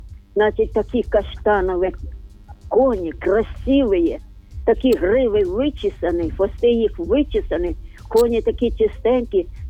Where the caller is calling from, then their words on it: Zhytomyr, Zhytomyr Oblast, Ukraine; Я з Житомира, я перший раз до вас дзвоню.